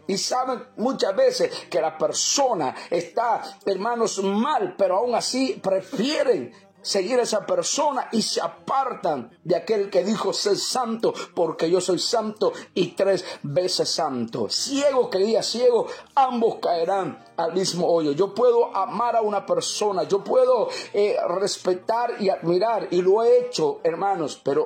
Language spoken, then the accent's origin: Spanish; El Salvador; él es de Pensilvania y yo vengo de El Salvador.